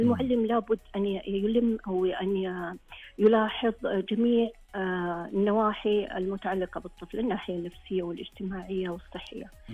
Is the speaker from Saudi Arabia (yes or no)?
yes; Saudi Arabia; عندنا التعليم في المملكة